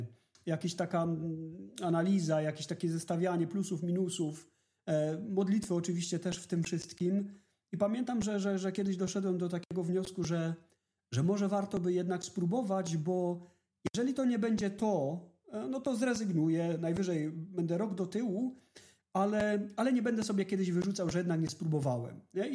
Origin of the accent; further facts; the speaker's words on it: Silesian Voivodeship, Poland; now in Norway; ja pochodzę ze Śląska